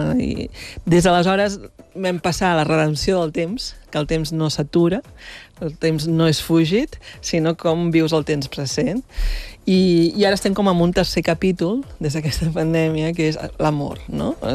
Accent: Barcelona, Catalonia, Spain; now in Empordà, Spain; jo sóc de Barcelona, visc a l'Empordà, des de que sóc director del festival

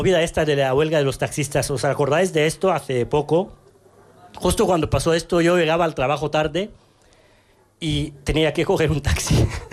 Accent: Cairo, Cairo Governorate, Egypt; now in Madrid, Spain; Vengo de una ciudad, se llama El Cairo, de 30 millones de habitantes. 30 millones de habitantes. Llego aquí a Madrid

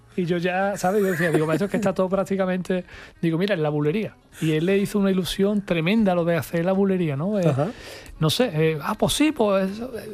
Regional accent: Huelva, Andalusia, Spain; now in Seville, Spain; yo soy de Huelva

